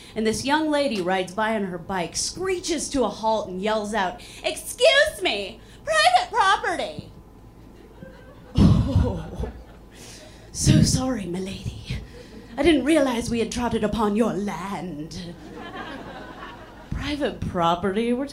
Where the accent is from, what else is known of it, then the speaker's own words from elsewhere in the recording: Chicago, Illinois, United States; like the host said, I'm from Chicago. I'm from here. I live in Chicago.